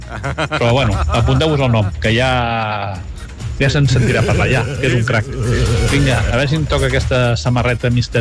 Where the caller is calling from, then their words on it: Vilafranca del Penedès, Catalonia, Spain; de Vilafranca, del Penedès.